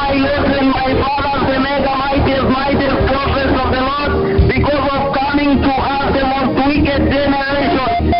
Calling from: Narok, Narok County, Kenya; I am calling live from Narok, also to register my celebration

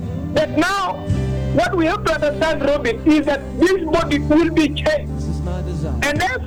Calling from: Washington, Maine, United States; I'm calling you from Washington, Maine also.

